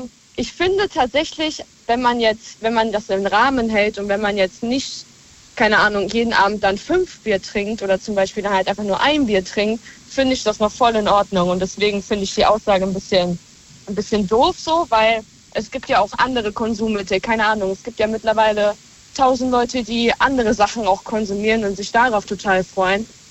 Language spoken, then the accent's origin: German; Montabaur, Rhineland-Palatinate, Germany; Montabaur.